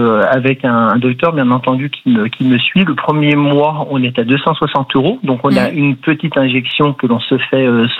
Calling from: Yenne, Auvergne-Rhône-Alpes, France; Je vous appelle à 30 km de Chambéry. Je vous appelle de Yenne, exactement.

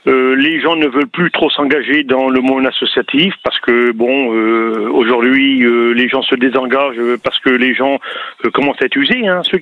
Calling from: Bar-le-Duc, Grand Est, France

